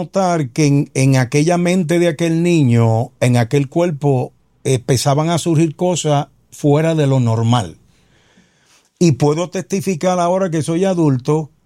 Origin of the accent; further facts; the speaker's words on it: Bayamón, Puerto Rico; also born or lived in Carolina; Sí, soy natural de Santa Juanita, Bayamón. Y por la gracia del Señor, nací en un hogar cristiano, donde mis padres me enseñaron el temor a Dios desde pequeño. Y fui criado hasta los 14 años, aproximadamente en el barrio Santa Cruz, en Carolina.